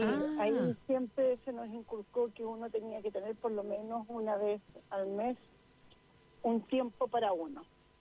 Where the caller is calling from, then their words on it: Santiago, Santiago Metropolitan Region, Chile; De Santiago.